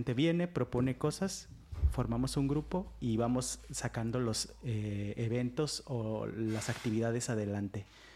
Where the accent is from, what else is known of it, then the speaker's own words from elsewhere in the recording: Mexico; moved away as an adult; now in Ferrol, Spain; nosotros somos mexicanos, ya se nos escucha. Y llegamos aquí y nos enamoramos realmente de la cultura gallega. Entonces, estamos aquí muy enamorados de Ferrol, de la comunidad.